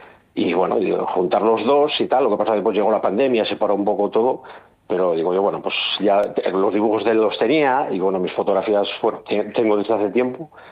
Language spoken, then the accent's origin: Spanish; Avilés, Asturias, Spain; nosotros somos de Avilés